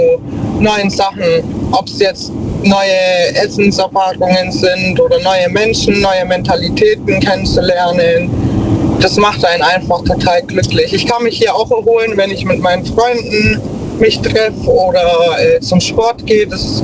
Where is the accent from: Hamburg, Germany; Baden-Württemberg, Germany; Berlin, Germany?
Baden-Württemberg, Germany; Ulm; Ich bin sehr gerne auch in meiner Heimat. Ich bin ja hier in Ulm auch geboren und ich bin super gerne hier